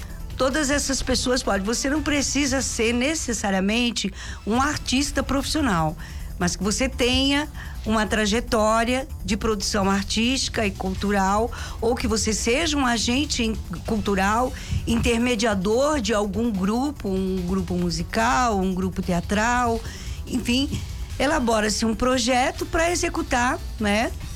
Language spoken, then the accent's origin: Portuguese; Lages, Santa Catarina, Brazil; sou de Lages, faço parte do Comitê de Cultura de Santa Catarina